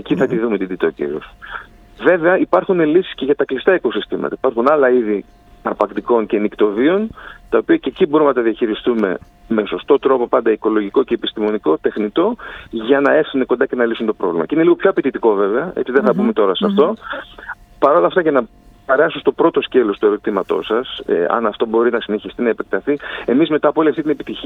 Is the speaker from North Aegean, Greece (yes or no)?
no; Larissa, Thessaly, Greece; εγώ επειδή είμαι Θεσσαλός, μεγάλωσα τη Λάρισα, την αγαπώ τη Λάρισα, την ερευνώ τη Λάρισα και τη Θεσσαλία όλη